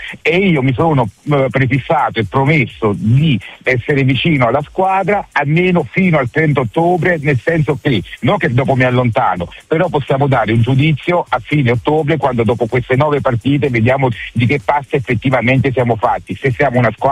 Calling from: Giubiasco, Ticino, Switzerland; Giubiasco Svizzera

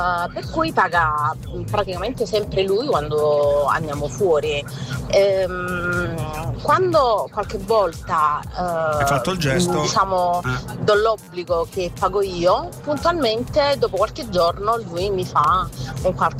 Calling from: Naples, Campania, Italy; Siamo da Napoli.

